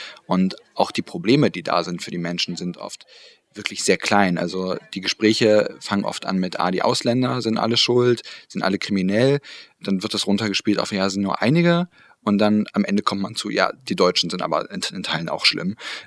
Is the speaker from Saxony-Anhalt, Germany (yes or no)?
yes; Weißenfels, Saxony-Anhalt, Germany